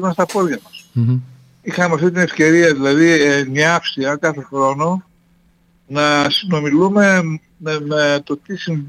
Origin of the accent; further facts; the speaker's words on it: Thessaloniki, Central Macedonia, Greece; που είμαι βέρος Θεσσαλονικιός, οριζινάλε, mm-hmm, περπατώ στη Ζυμισκή και γνωρίζω έναν στους χίλιους.